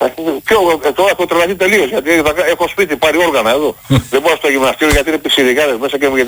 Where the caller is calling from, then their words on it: Greece; Εγώ είμαι Έλληνας πατριώτης, χριστιανός ορθόδοξος.